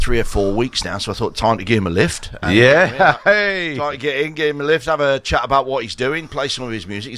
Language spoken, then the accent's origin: English; Rugby, West Midlands, United Kingdom; moved away; I'm originally from the Midlands. I'm originally from Rugby.